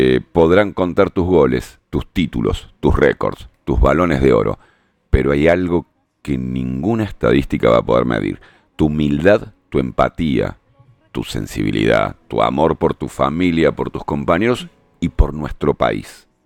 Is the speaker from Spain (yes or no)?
no; Argentina; así somos los argentinos